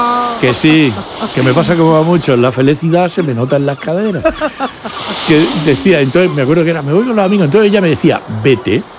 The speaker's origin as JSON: {"language": "Spanish", "town": "San Javier", "region": "Region of Murcia", "country": "Spain", "said": "yo soy de San Javier"}